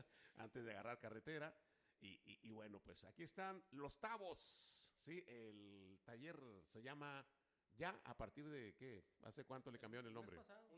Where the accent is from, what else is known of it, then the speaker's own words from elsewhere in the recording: Monterrey, Nuevo León, Mexico; moved away; Ese es un clásico en Monterrey, oye.